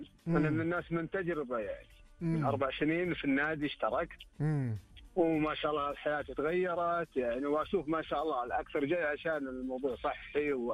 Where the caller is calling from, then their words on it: Riyadh, Riyadh Province, Saudi Arabia; من الرياض.